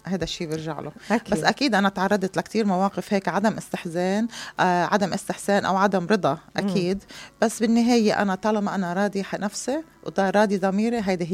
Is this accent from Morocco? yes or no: no; Kfar Kila, Nabatieh Governorate, Lebanon; moved away; وأحكي عن ضيعتي كفركلة